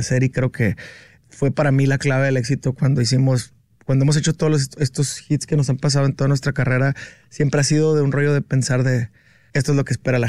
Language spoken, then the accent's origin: Spanish; Sonora, Mexico; Soy de Sonora, estamos bien impuestos a la crítica, nosotros le llamamos carrilla